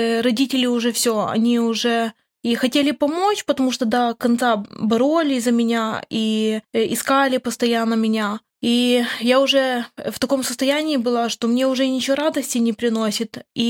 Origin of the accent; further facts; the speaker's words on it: Khmelnytskyi Oblast, Ukraine; я тоже с Украины, с Хмельницкой области.